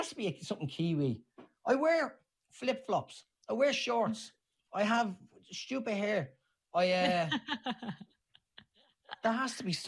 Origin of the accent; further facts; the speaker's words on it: Ireland; You know, yeah, I'm very Irish.